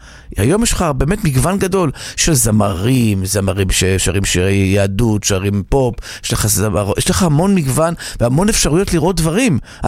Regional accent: Tel Aviv, Tel Aviv District, Israel; גדלתי ברמת אביב, למדתי בית ספר אליאנס ברמת אביב, אמא אוסטרו-הונגרית

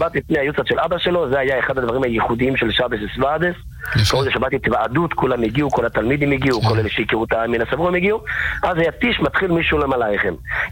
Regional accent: Beit Hilkia, Central District, Israel; אנחנו היינו גרים בבית חלקיה, ההורים שלי, שם גדלתי את שנות הילדות

